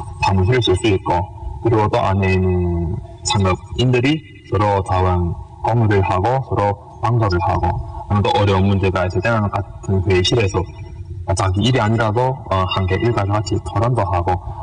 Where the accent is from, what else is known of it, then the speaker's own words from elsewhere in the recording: Yanbian, Jilin, China; 우리 고향 연변